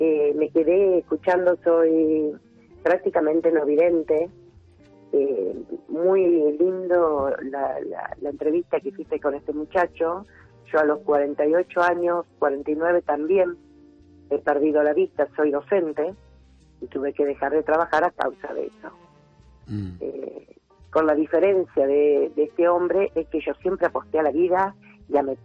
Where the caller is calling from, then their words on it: Junín, Buenos Aires Province, Argentina; de Junín.